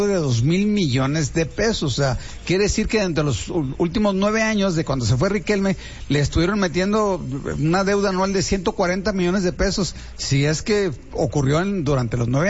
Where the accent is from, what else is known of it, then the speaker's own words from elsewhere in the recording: Monclova, Coahuila, Mexico; No soy de Torreón, no tengo la fortuna de ser de allá, tengo la fortuna de ser de Monclova, Roberto